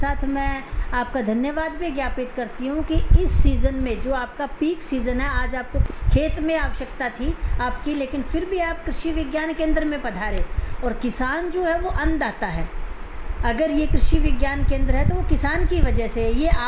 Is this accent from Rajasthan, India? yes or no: yes; Jhalawar district, Rajasthan, India